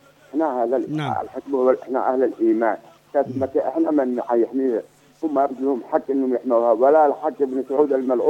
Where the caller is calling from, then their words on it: Yemen; احنا يمنيين